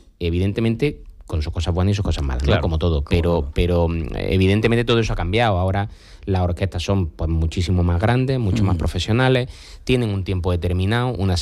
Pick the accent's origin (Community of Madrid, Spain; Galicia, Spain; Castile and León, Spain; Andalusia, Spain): Andalusia, Spain; Enix; el primer fin de semana de octubre era de los más importantes del año, porque claro, eran las fiestas de mi pueblo.